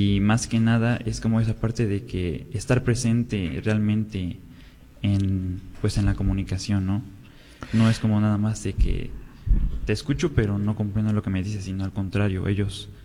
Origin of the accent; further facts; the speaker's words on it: Xochitlán de Vicente Suárez, Puebla, Mexico; De Xochitlán de Vicente Suárez.